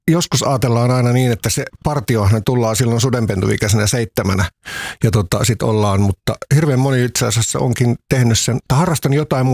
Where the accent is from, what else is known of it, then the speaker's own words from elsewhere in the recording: Vantaa, Uusimaa, Finland; also born or lived in Helsinki; me muutettiin aikoinaan Lauttasaaresta Tikkurilaan ja siellä huudettiin Joppeja pihalla